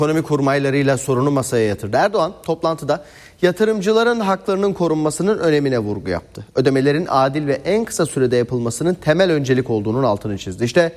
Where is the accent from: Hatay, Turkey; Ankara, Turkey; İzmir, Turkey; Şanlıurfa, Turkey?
Şanlıurfa, Turkey; moved away; memleketimde Şanlıurfa'da